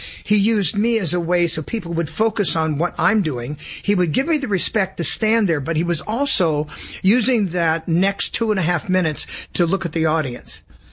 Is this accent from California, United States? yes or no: yes; Sacramento, California, United States; born or raised there; also born or lived in Los Angeles